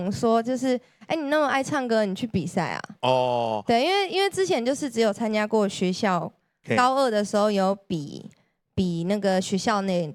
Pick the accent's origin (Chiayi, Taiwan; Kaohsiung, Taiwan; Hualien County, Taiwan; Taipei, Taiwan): Chiayi, Taiwan; accent: Taiwanese Mandarin; now in Taichung, Taiwan; 对嘉义人，只是现在也在台中工作啦